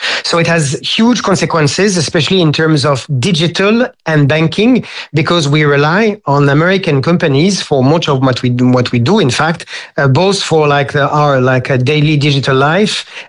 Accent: France; moved away; my home country, in France

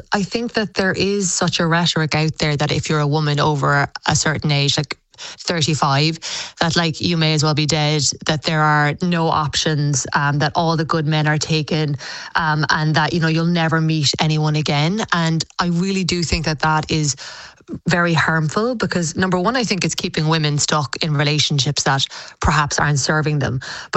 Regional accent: Clonakilty, Munster, Ireland; moved away as an adult; I am from Clonakilty. My parents own … Butcher Shop on the main street there.

